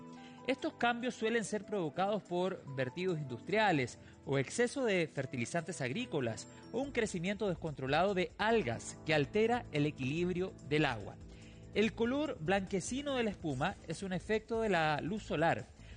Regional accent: Chile

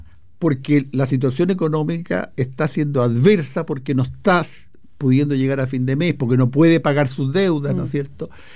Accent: Chile

